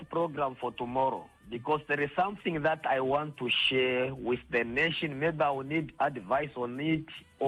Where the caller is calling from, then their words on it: Linyanti, Zambezi, Namibia; You, I'm calling from Linyanti village now.